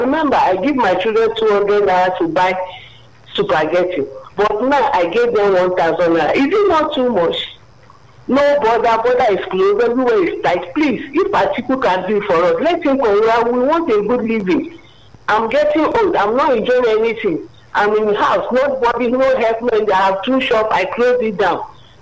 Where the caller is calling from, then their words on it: Ota, Ogun, Nigeria; Good morning. I'm calling from Ota.